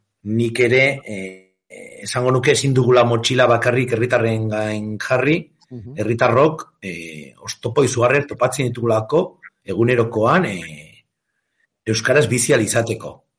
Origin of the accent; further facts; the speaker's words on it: Pamplona, Navarre, Spain; Eta zer esanik ez, ni iruindarra naiz, iruinean bizi naiz